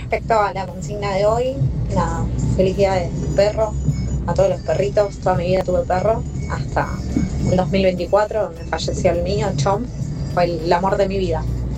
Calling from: Ciudadela, Buenos Aires Province, Argentina; de Ciudadela.

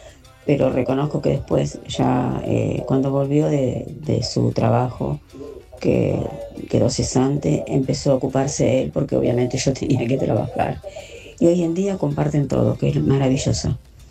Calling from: Buenos Aires, Argentina; de Paquete Chacabuco.

